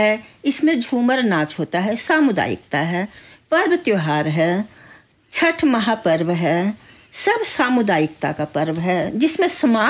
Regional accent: Jharkhand, India; मैं झारखंड से हूँ

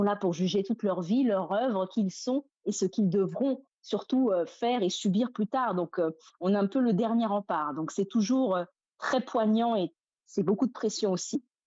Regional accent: Martinique, France; nous en tant que Martiniquais, alors on est français par le fait de l'histoire, mais on revendique vraiment notre propre identité.

